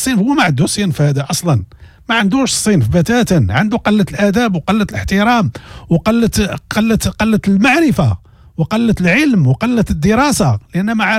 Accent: Morocco; moved away; احنا راه مغاربة

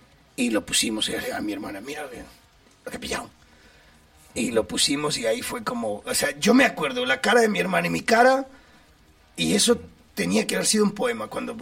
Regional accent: Ecuador; moved away; en mi pueblo, en Ecuador, yo soy de pueblo, güey. O sea, de pueblo del lomo y caballo.

